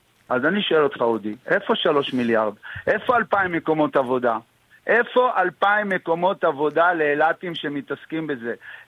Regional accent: Eilat, Southern District, Israel; אני אילתי

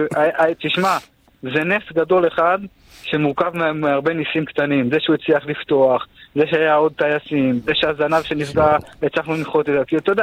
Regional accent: Kvutzat Yavne, Central District, Israel; תראה, אני במקור, אני בכלל קיבוצניק, אני מקבוצת יבנה במקור

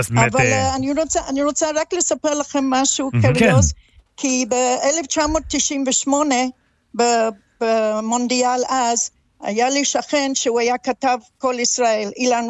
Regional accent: London, United Kingdom; Hebrew is a second language; moved away as an adult; now in Israel; אני מהאיסט אנד. אהה. זה קרוב לתמזה, אבל שם גדלתי עם האזור של המון יהודים

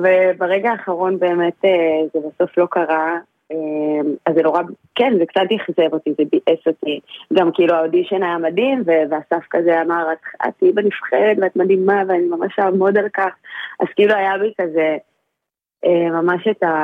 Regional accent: Netivot, Southern District, Israel; now in Tel Aviv, Israel; אני בת 28, במקור אני מנתיבות, היום אני גרה בתל אביב

